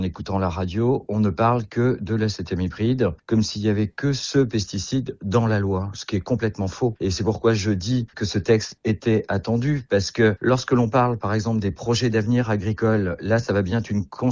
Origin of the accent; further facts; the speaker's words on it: France; chez nous en France.